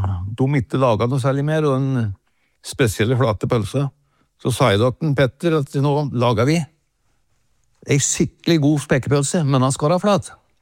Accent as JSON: {"language": "Norwegian", "town": "Åsmarka", "region": "Innlandet", "country": "Norway", "tie": "born or raised there", "said": "Nei, men min far drev jo forretning I Åsmarka, der jeg vokste opp. Det den eneste butikken som hatt I resten av Toten, Sagnes."}